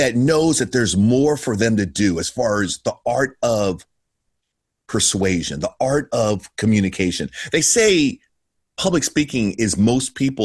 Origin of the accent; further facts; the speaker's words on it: Maryland, United States; now in California, United States; And you know, Carl, I'm from Maryland, so I'm all the way out in California, 3,000 miles away.